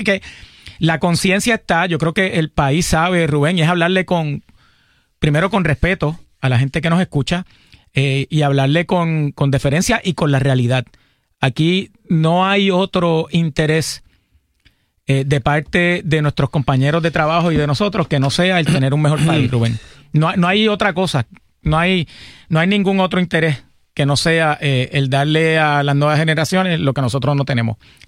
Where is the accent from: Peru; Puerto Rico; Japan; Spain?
Puerto Rico; Arecibo; Recuerda, yo soy de Arecibo.